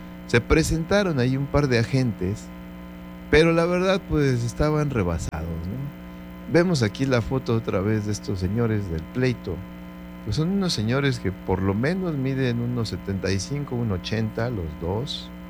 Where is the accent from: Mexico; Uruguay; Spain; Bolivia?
Mexico; como decimos los mexicanos